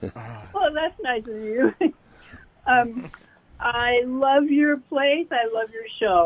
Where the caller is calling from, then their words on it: Fernley, Nevada, United States; I'm from Fernley.